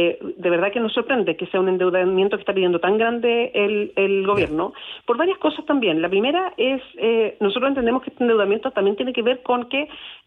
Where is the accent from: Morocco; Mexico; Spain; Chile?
Chile; a mí como chilena, más allá de si soy senadora o no